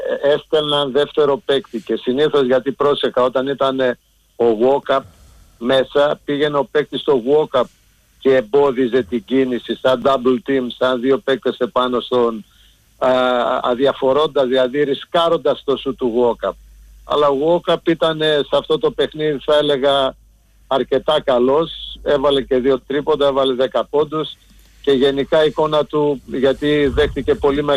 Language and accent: Greek; Greece